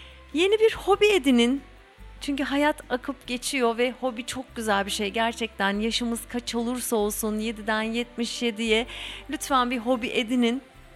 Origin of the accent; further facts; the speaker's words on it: Aliağa, İzmir, Turkey; Ali Ağa'da büyüdüm ben.